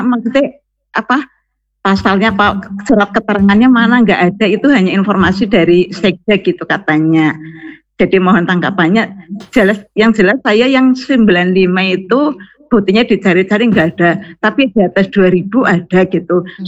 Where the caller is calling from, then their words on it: Baturraden, Central Java, Indonesia; Alhamdulillah di pemberitahuan di desa saya Batu Reden, intinya ada wali pajak tadi, di setiap RW itu dibuka loket pembayaran pajak gitu.